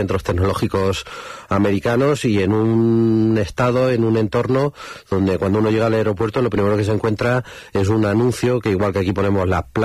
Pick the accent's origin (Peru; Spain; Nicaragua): Spain; Puertollano, Castilla-La Mancha; que eras de España, te felicitaban por haber ganado el Mundial de Fútbol y a continuación te decían de dónde eres y cuando decías de Puerto Llano decían, ah, es que hay mucho hidrógeno.